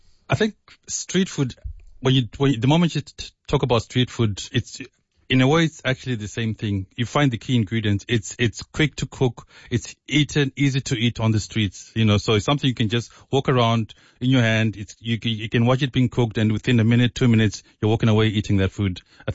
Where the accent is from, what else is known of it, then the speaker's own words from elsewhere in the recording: Zimbabwe; I'm from Zimbabwe, but I felt that if I was just to focus on Zimbabwean food, it wouldn't achieve the goal.